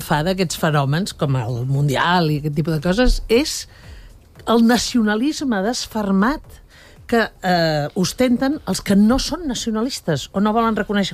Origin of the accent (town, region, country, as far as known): Catalonia, Spain